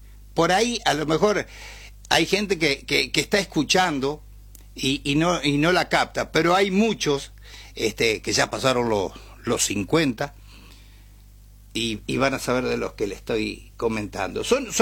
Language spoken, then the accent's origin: Spanish; Maciel, Santa Fe, Argentina; Yo nazco en Maciel, zona campo. Ajá. Campo. Y me fui criando justamente en este ambiente